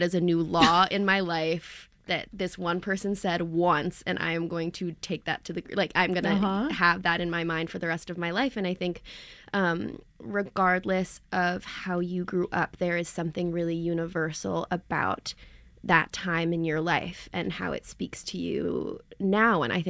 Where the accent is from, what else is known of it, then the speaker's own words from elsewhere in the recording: New York City, New York, United States; Like, I grew up in New York City, was able to have access to theater from such a young age